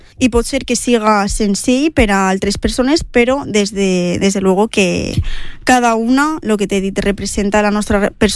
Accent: Sant Pasqual, Valencian Community, Spain; Sí, soc de Sant Pasqual.

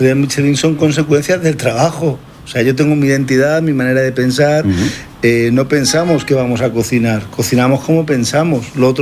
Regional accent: Madrid, Community of Madrid, Spain; now in Benicarló, Spain; Aunque soy de Madrid, desde que tengo 8 añitos, tenemos casa en Benicarló, hemos veraneado siempre en Benicarló

